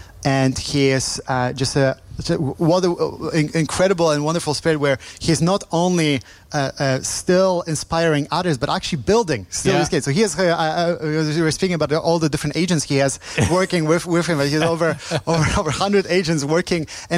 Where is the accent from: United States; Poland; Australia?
Poland; moved away; I'm from Poland originally.